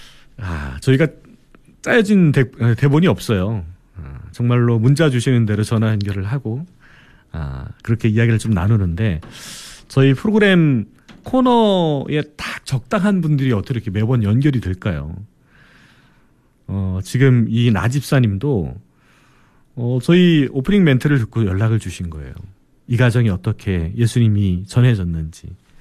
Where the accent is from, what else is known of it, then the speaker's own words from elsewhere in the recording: Cheongju, North Chungcheong, South Korea; 저도 이 충청도 청주 사람이지만